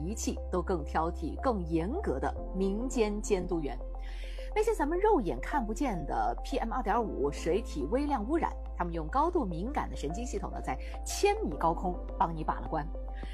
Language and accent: Chinese; Nanchang, Jiangxi, China; 咱们南昌人